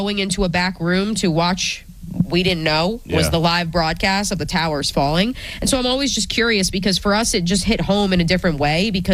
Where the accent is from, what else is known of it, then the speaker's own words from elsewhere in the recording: New Jersey, United States; I'm always curious just because growing up in New Jersey